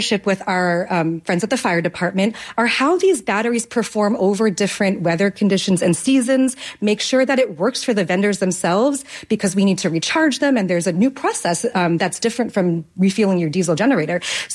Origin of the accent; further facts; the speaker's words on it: New York, United States; No, I was just kind of curious as a New Yorker.